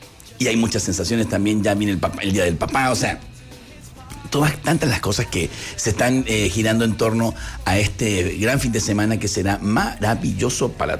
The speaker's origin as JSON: {"language": "Spanish", "country": "Mexico", "said": "hay muchas cosas que nos empuja a decir soy mexicano"}